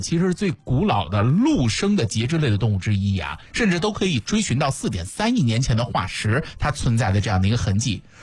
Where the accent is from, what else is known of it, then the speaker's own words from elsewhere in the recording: Jiangsu, China; 我们苏北人